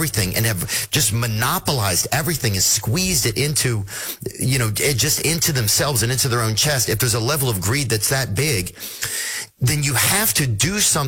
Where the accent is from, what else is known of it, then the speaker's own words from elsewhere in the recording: United States; as a American person